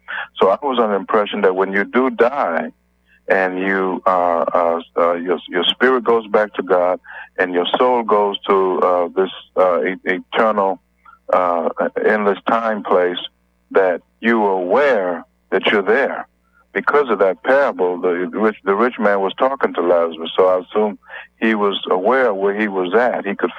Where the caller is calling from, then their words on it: Norfolk, Virginia, United States; I'm calling from Norfolk, Virginia.